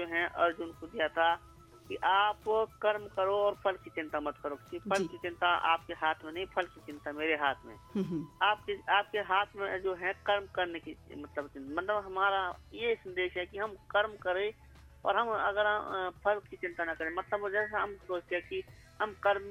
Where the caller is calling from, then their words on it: Kotkhai, Himachal Pradesh, India; बात कर रहा हूँ कोटखाई से।